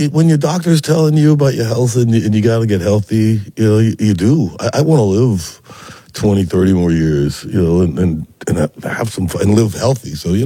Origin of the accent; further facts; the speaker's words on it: Charleston, South Carolina, United States; I grew up in Charleston fighting it